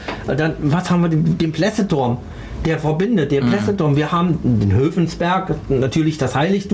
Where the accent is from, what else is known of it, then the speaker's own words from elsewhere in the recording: Thuringia, Germany; also ich bin ja Eichsfelder und komme ja aus, wie ihr, aus dem Unstrut-Heinig-Kreis.